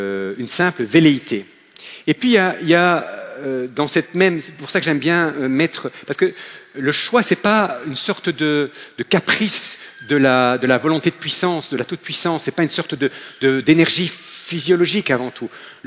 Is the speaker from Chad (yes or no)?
no; Belgium; Je suis un Belge, je suis désolé, je ne suis pas un Français.